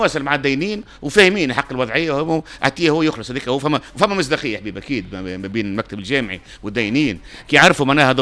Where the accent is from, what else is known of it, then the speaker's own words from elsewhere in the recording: Tunisia; هذه المشكله اللي حق اللي قايم عندنا في تونس،